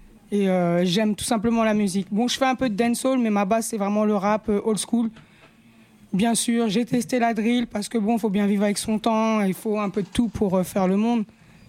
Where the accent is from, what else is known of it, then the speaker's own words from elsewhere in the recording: Paris, Île-de-France, France; also born or lived in Brittany; Moi, je suis une rappeuse de la région parisienne. Je ne vais pas parler 93, 95 ou quoi. Moi, je suis de Paname. J'ai déménagé pendant 10 ans, j'étais en Bretagne.